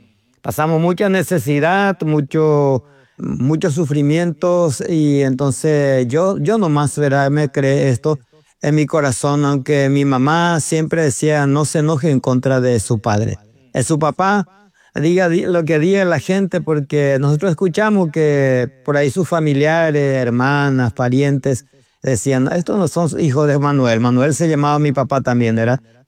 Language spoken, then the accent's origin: Spanish; Gran Chaco, Paraguay; soy paraguayo, nacido en el Chaco paraguayo. El Paraguay se divide en 2 grandes regiones, región occidental y región oriental, ¿verdad? Entonces yo estoy en la región más hacia la frontera Bolivia.